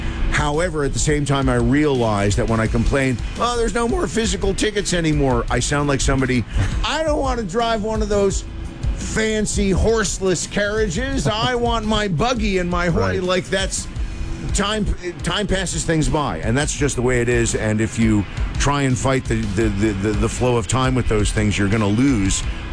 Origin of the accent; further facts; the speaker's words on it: New Jersey, United States; Again, growing up in Central Jersey, we got all the New York and all the Philly and all the Jersey radio and TV.